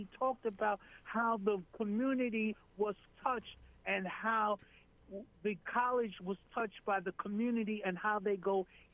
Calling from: New York, United States; I'm calling from Upper Manhattan. … no stranger to the show.

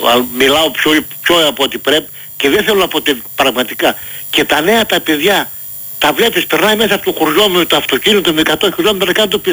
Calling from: Ftelia, Eastern Macedonia and Thrace, Greece; Είμαι από τη Φτελιά Δράμας.

